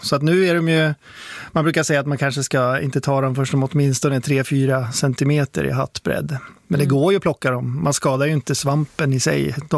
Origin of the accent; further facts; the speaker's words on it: Sweden; Jag är svensk, det är hemligt.